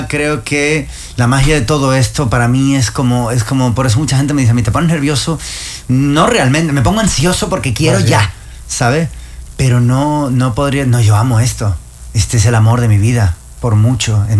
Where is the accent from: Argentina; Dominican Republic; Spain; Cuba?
Spain; Y yo, de hecho, soy un español que siento un profundo amor por mi país